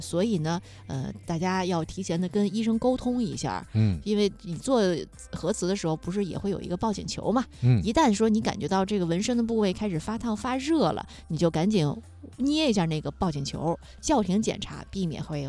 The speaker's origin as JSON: {"language": "Chinese", "country": "China", "said": "这个我们中国人人均会武术"}